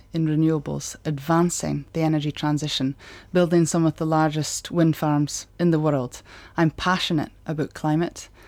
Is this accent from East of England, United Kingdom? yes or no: no; Shetland, Scotland, United Kingdom; I'm growing up in Shetland, state educated in Shetland.